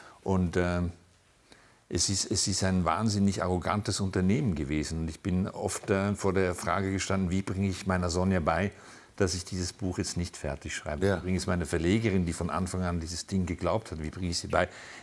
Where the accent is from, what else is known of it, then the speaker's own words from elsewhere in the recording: Switzerland; now in Brandenburg, Germany; wir waren quasi die Hyper-Westis, ja, als Schweizer